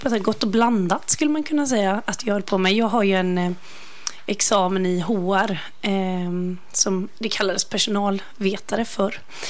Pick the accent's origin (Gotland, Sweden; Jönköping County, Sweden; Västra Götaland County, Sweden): Jönköping County, Sweden; Bottnaryd; moved away; jag kommer faktiskt från Bottnaryd. Det är ju ett ursprung som många SU-are har ändå. Så där kommer jag ifrån. Så där bor min släkt, mina föräldrar och sådär.